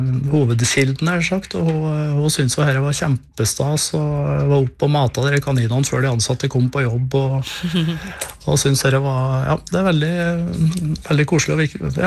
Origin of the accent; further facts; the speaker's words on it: Trøndelag, Norway; moved away as an adult; now in Hadeland, Norway; Så jeg har bodd her nå i 15... Ja, over det. 17-18 år. Men jeg er trønder, ja.